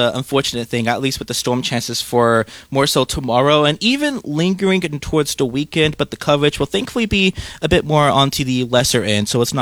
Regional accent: Texas, United States; This is my first time up in Wisconsin. I've been here for about 2 weeks now, and I came from Texas.

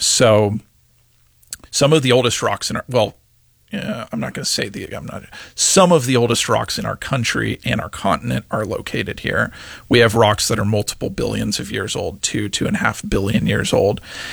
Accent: Texas, United States; moved away as an adult; also born or lived in Kansas; now in Northeast Wisconsin, United States; Right. So, yeah, I'm a Texas native. I graduated from Texas State, as I mentioned, and I worked at the University of Texas for about 5 years before pursuing my master's degree. And that took me north into Kansas.

